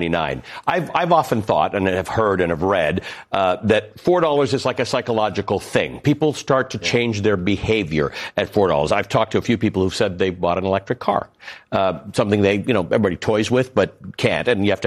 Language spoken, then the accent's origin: English; Canada; The biggest attraction to people from my home country, Canada